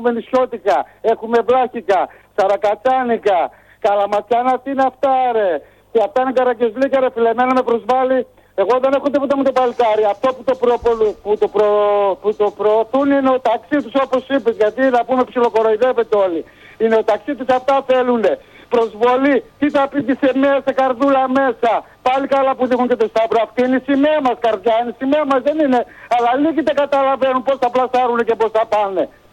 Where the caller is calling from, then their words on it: Greece; είναι προσβολή για την πατρίδα μου και το έθνος μου.